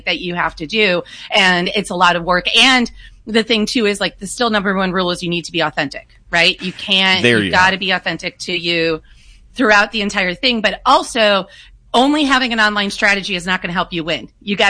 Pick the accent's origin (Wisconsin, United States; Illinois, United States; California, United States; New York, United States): Wisconsin, United States; moved away as an adult; now in Washington, United States; I'm from Wisconsin originally, and moved to D.C. in 2003